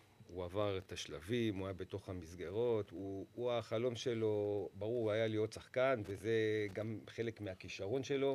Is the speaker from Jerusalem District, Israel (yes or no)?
yes; Jerusalem, Jerusalem District, Israel